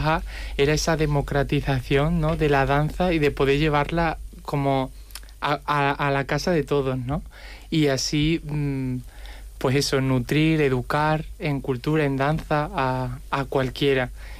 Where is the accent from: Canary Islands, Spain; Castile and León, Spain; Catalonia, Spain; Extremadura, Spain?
Extremadura, Spain; Pues mira, como vengo de un entorno rural, o sea, vengo de Extremadura, para mí, o sea, siempre he concebido la danza como algo que pudiese ser siempre accesible a todo el mundo.